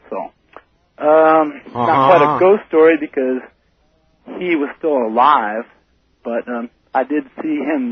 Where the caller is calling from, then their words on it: Ojai, California, United States; I'm calling from Ojai, California.